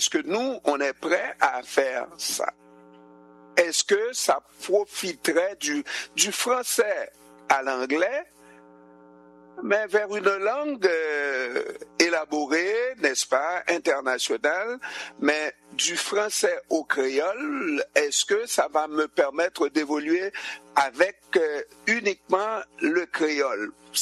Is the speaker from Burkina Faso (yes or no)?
no; Haiti; now in Quebec, Canada; Quand on voit les Haïtiens s'exprimer en français dans cette société québécoise, malgré tout, malgré notre accent, malgré nos misères